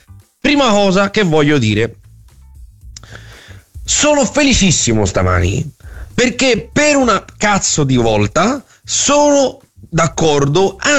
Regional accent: Florence, Tuscany, Italy

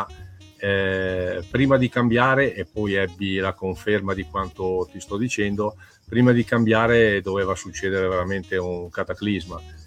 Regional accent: Como, Lombardy, Italy; perché io sono di Como, lui è di Milano

